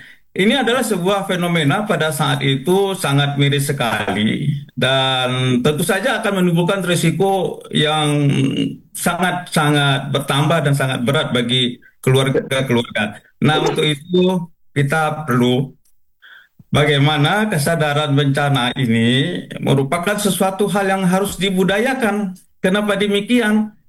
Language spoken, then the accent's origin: Indonesian; Padang, West Sumatra, Indonesia; born there; Kita lahir dan besar di sana, dan tentu saja yang tidak perlu kita ratapi adalah kenapa kita lahir di Padang.